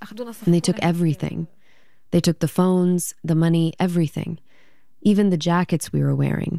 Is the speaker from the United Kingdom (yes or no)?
no; Syria; I'm 32 years old. I'm from Syria. I'm a teacher in Syria.